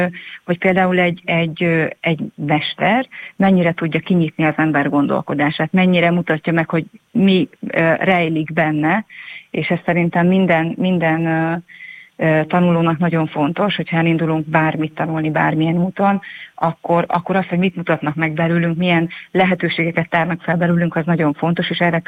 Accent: Miskolc, Borsod-Abaúj-Zemplén, Hungary; born there; Miskolcon születtem

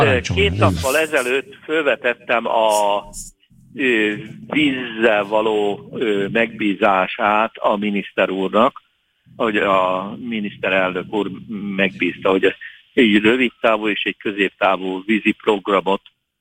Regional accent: Szeged, Csongrád-Csanád, Hungary; born there; Én tiszaparti településen születtem, most is ott élek, azaz most Szegeden

